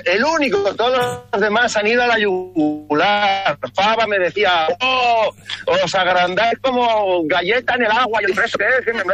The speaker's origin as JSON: {"language": "Spanish", "country": "Spain", "said": "Yo siento mucho mi país, soy español hasta la médula."}